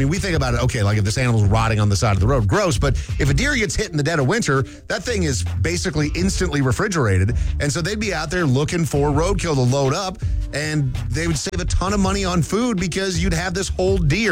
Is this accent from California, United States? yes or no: no; Minnesota, United States; because I'm growing up in Minnesota